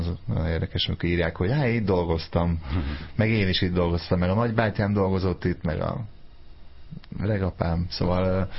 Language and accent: Hungarian; Szombathely, Vas, Hungary; Én eredetileg szombathelyi vagyok